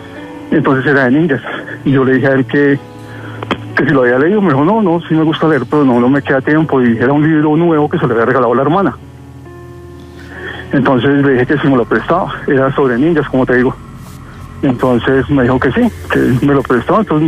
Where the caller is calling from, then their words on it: Funza, Cundinamarca, Colombia; Vivo en Funza, Cundinamarca.